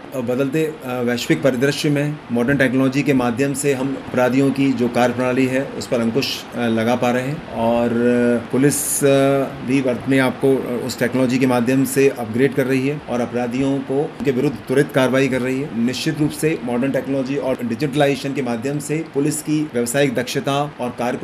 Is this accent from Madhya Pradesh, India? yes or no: yes; Gwalior, Madhya Pradesh, India; मैं ग्वालियर से हूँ